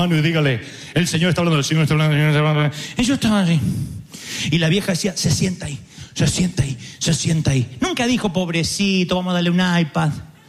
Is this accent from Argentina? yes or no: yes; Argentina